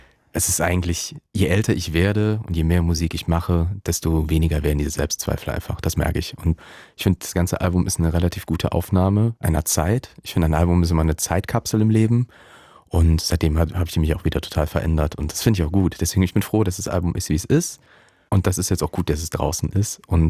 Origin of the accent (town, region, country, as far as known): Düren, North Rhine-Westphalia, Germany; born or raised there